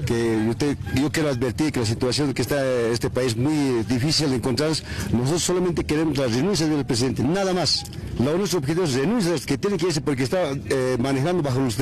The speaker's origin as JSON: {"language": "Spanish", "country": "Bolivia"}